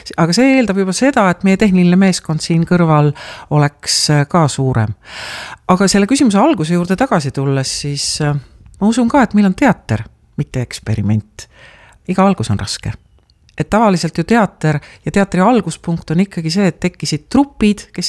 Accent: Saare County, Estonia; now in Kuressaare, Estonia; Mina olen siit pärit, ma olen pärit maalt, mina lõpetasin Orissaare keskkooli.

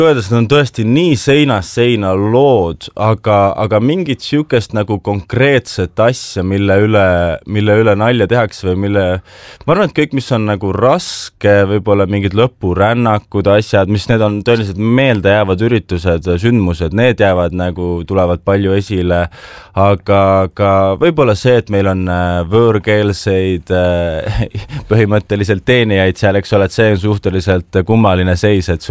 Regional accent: Saare County, Estonia; Ma olen Saaremalt pärit

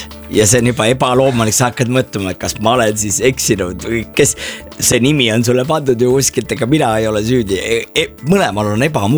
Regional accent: Võru, Võru County, Estonia; moved away; ma olen ka Võrust pärit

